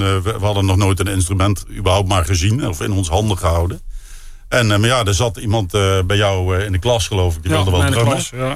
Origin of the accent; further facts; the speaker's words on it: Nijmegen, Gelderland, Netherlands; het eerste punkconcert dat ik heb gezien als Nijmegenaar was … uit Arnhem.